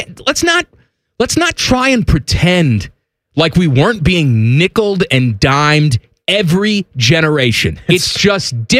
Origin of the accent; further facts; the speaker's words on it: Chicago, Illinois, United States; now in Columbus, United States; A lot of people ask how I was, you know, born and raised in Chicago and didn't grow up a Blackhawk fan.